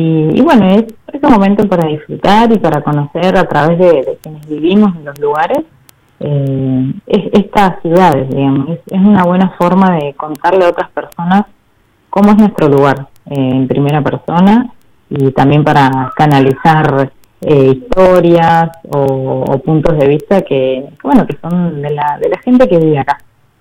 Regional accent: Santa Cruz, Argentina

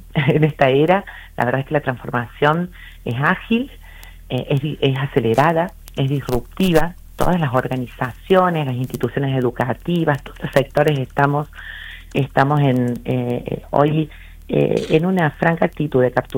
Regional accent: Argentina

